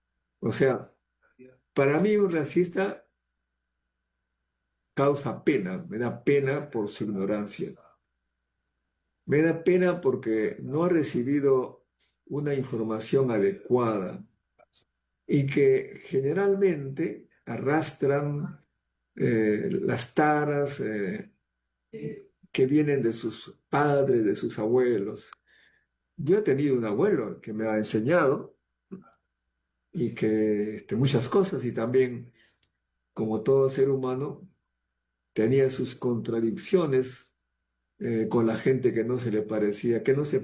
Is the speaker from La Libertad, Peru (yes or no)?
yes; Salpo, La Libertad, Peru; en mi pueblo Salpo